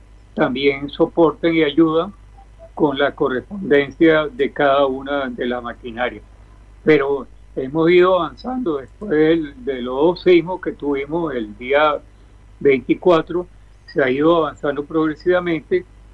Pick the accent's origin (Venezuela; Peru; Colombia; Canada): Venezuela; En este caso, Venezuela, hemos aceptado la ayuda internacional